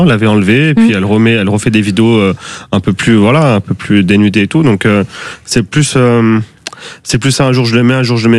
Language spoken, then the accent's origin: French; France; born there; Je suis pas né là-bas, mes parents sont nés là-bas, moi je suis né en France